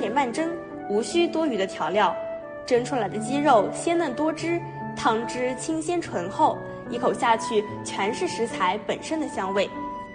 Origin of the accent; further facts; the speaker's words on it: Xiaoshan, Zhejiang, China; now in Lin'an, China; 我来自萧山，一个依着钱塘江的江南小城。在来到临安之前，我18年的味蕾记忆全都是萧山独有的烟火滋味。